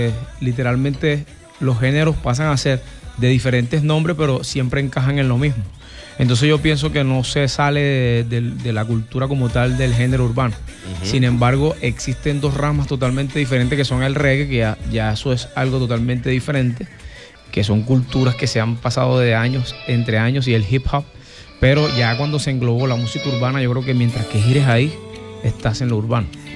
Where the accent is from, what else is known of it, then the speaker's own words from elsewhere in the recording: Cartagena, Bolívar, Colombia; Bueno, venimos de Cartagena.